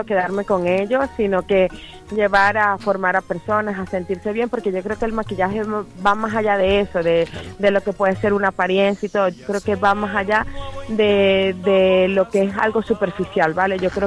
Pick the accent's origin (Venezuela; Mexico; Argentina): Venezuela; now in Gran Canaria, Spain; Yo soy venezolana